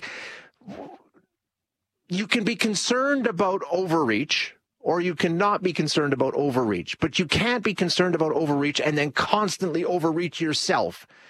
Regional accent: Edmonton, Alberta, Canada; also born or lived in Saskatchewan / Calgary; I lived in Saskatchewan for a few years. I lived in Calgary for a few years when I was, you know, in the early days of my career. But I grew up in Edmonton Gold Bar. I live in Edmonton Gold Bar now. Like, 90% of my life, more than 90% of my life has been spent in this neighborhood.

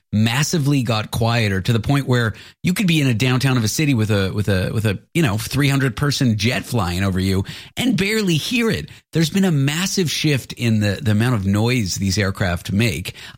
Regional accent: Toronto, Ontario, Canada; Like, I grew up in Toronto going to the Sky Dome, okay?

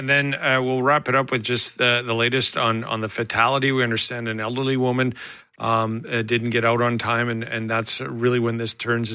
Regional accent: Alberta, Canada; now in Manitoba, Canada; I'm from Southern Alberta, went out there for vacation with my parents growing up.

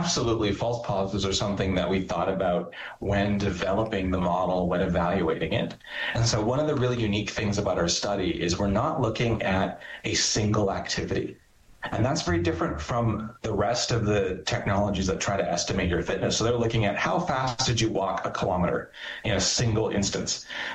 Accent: Canada; I'm Canadian, and I believe very strongly in our universal healthcare system

